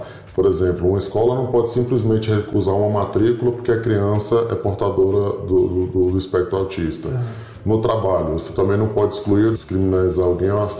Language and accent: Portuguese; Brasília, Federal District, Brazil; Fui criado em Ceilândia, Riacho Fundo.